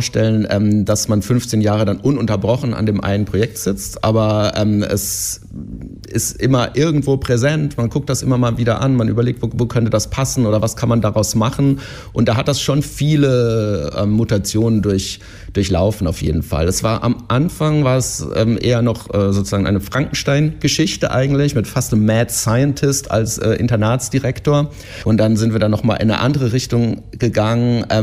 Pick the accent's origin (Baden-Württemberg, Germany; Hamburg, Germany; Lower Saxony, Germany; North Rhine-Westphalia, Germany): Baden-Württemberg, Germany; Heidelberg; also born or lived in Leimen; Und ich bin in Heidelberg aufgewachsen, aber in Leimen geboren.